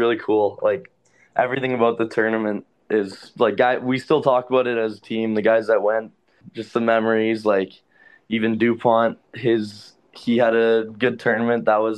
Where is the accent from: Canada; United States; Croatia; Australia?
Canada; Beausejour, Manitoba; Yeah, well, I'm from a small town called Beausejour, Manitoba. It's about an hour east of Winnipeg. I believe 3,000 people live there, so small by Manitoba standards, I guess.